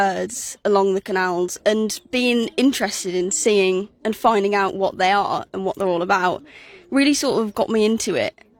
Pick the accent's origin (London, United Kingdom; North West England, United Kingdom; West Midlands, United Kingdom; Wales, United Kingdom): West Midlands, United Kingdom; growing up around the West Midlands, you got the canals everywhere